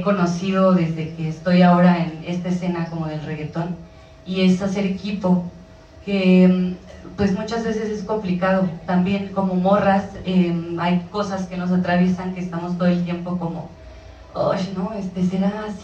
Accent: State of Mexico, Mexico; venimos del Estado de México, de la periferia, o sea, donde no estamos en la ciudad

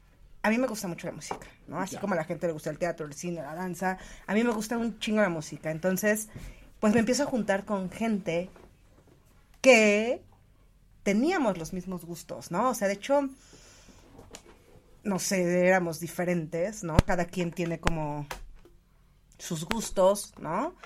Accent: Ecatepec, State of Mexico, Mexico; vengo de... Bueno, sí, yo nací, crecí en Ecatepec

